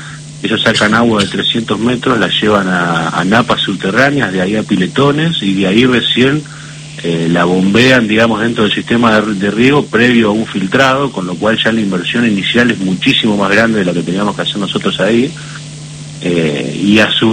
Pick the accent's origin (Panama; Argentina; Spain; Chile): Argentina; La Pampa